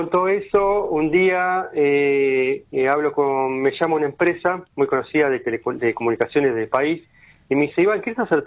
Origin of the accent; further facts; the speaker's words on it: Quilmes, Buenos Aires Province, Argentina; Así que bueno, en el año 2010 empecé a viajar por pueblos cercanos a mi casa. Yo soy de Quilmes